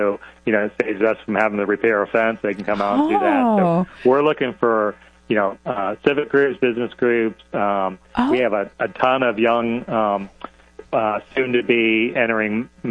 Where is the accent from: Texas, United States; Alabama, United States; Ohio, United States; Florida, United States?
Florida, United States; I'm born and raised in Central Florida